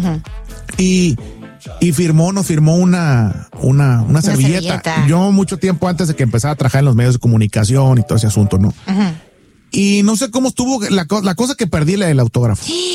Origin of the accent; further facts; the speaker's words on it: Guasave, Sinaloa, Mexico; Yo soy de Guasave, Sinaloa. Uh-huh. ¿Ok? Soy de Estación Capomas, Guasave, Sinaloa, México, el ombligo del mundo, no porque esté en el puro medio, sino porque está hundido.